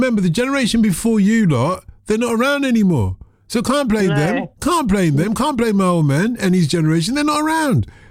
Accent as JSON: {"language": "English", "region": "Lagos", "country": "Nigeria", "tie": "born there", "moved": "yes", "said": "I was born in Lagos, Nigeria."}